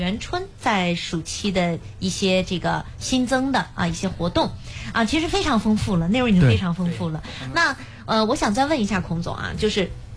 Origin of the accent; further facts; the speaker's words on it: Shandong, China; 作为山东人